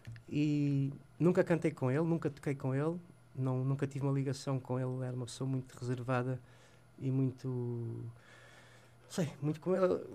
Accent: Odivelas, Lisbon, Portugal; E depois temos ali onde eu cresci, onde eu vivi, no bairro de São Jorge, ali ao pé em Odivelas.

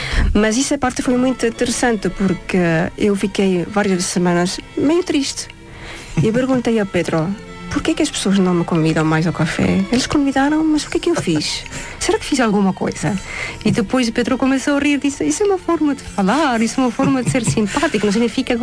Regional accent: Estonia; moved away as an adult; É sim, eu também era muito jovem quando saí da Estónia, não é?

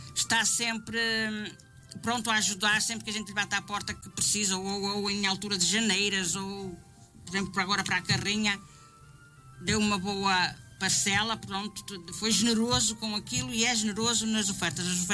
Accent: Norte, Portugal; born there

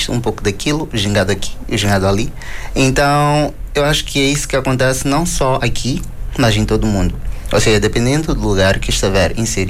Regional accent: Mozambique; moved away

